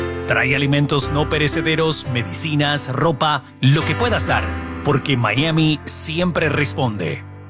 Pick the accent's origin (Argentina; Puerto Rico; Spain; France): Puerto Rico; Soy de Puerto Rico. Yo sé lo que es que tu país se caiga a pedazos por un desastre natural.